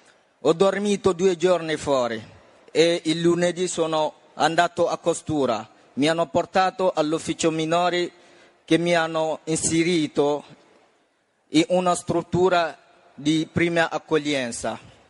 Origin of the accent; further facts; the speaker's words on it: Macenta, Nzérékoré, Guinea; now in Italy; ho 19 anni e sono della Guinea Conakry. Sono nato a Macenta, un piccolo paese dove vivevo con la mia famiglia, miei genitori, mio fratello grande e mia sorella più piccola.